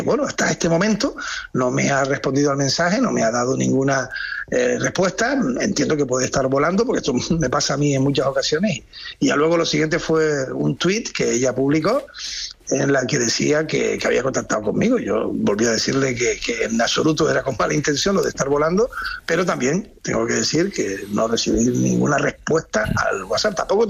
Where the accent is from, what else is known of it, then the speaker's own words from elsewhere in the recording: Canary Islands, Spain; Yo soy canario, como bien exponías, pero es que además era presidente de Canarias